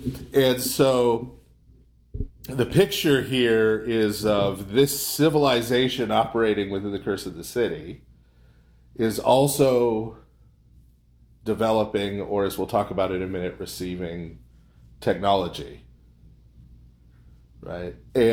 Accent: United States; born there; I'm using we in the I was born in America sense.

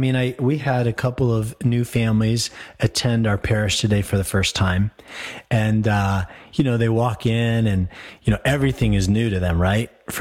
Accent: Aurora, Colorado, United States; moved away; I grew up and went to high school in Aurora.

